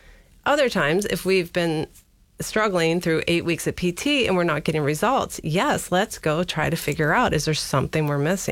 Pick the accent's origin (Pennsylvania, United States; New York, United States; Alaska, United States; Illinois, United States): Alaska, United States; Gakona; Originally, I grew up in Gakona, Alaska.